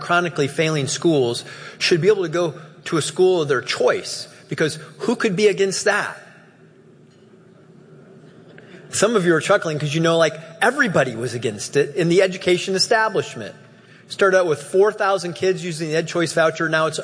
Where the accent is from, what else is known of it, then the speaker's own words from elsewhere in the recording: Dayton, Ohio, United States; I was from Dayton. Dayton was a 613 out of 613 in academic performance.